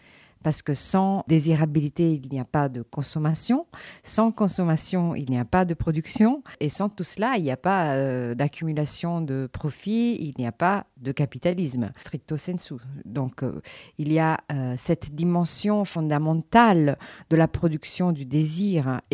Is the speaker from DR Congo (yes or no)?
no; Italy; French is a second language; Il faut dire que je suis italienne et qu'en Italie